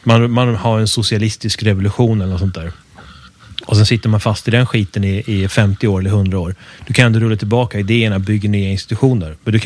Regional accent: Sweden; man som svensk

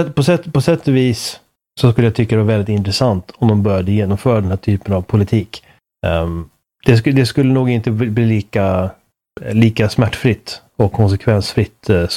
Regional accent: Sweden; som svensk betraktare

